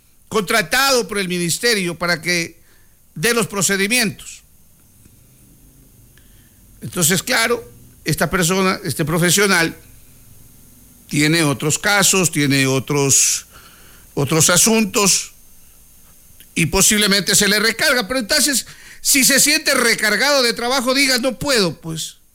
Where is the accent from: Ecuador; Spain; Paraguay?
Ecuador; El Oro Province, El Oro